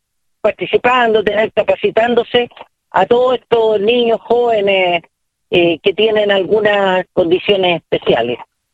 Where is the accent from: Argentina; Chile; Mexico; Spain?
Chile; somos chilenos, y como chilenos